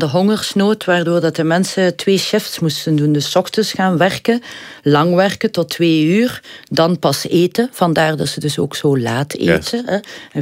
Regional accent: Flanders, Belgium; moved away as an adult; now in Barcelona, Spain; Komen mijn Vlaamse, Belgische trekjes naar boven.

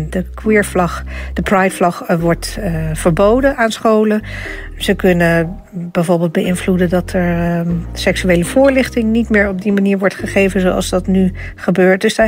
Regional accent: Germany; Ja. ik kom er zelf ook vandaan en ik werk nu al 15 jaar of zo bij het instituut.

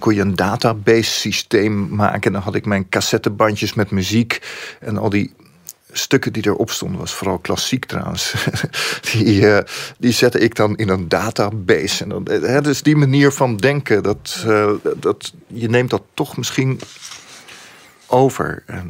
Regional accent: Leiden, South Holland, Netherlands; Ik groeide op in Leiden... En in een gezin waar alles heel strak geregeld was.

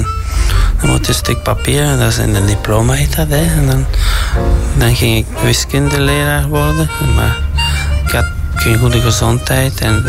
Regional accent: Brussels, Brussels-Capital Region, Belgium; Ik ben in Brussel geboren. Ik ben een platte Brusselaar. Dat kun je wel een beetje verstaan.

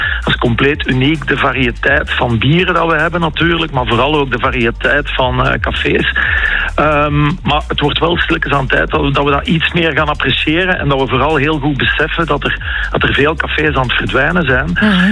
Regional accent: Leuven, Flanders, Belgium; ik ben een Leuvenaar, dus dan weet je het meestal wel. Hè. Ik ben een beetje een Stella-boy, dat gaat er toch niet uit. Ik ben opgegroeid met de bierwalm, elke keer als ze aan het stoken waren van de Stella.

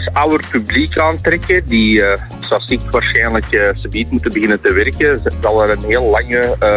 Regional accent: Belgium; En ik denk wij als Belgen dat we ons niet gaan laten doen.

